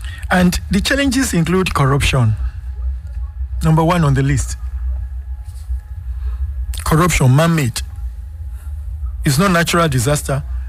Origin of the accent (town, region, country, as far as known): Nigeria